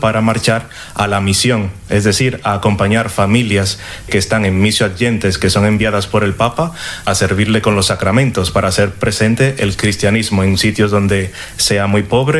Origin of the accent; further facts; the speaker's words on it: Santo Domingo, Dominican Republic; moved away as an adult; now in Oviedo, Spain; Yo soy de la República Dominicana, de Santo Domingo, y fui sorteado para el seminario de Oviedo, aquí en Mieres.